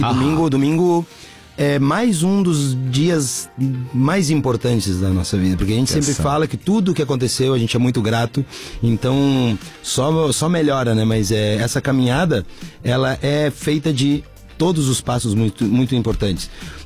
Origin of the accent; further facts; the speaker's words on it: Jaguarão, Rio Grande do Sul, Brazil; É de Santa Vitória e eu me criei em Jaguarão.